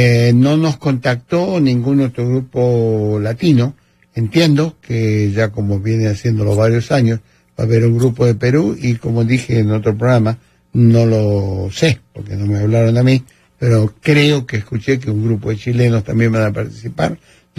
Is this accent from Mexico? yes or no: no; Argentina; Bueno, como argentino no los querría de contrincantes